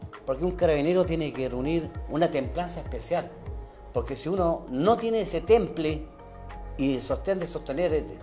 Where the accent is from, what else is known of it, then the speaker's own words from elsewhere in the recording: Tomé, Biobío, Chile; me siento orgulloso, no solamente de haber nacido en California, sino de haber nacido en Tomé, en mi pueblo.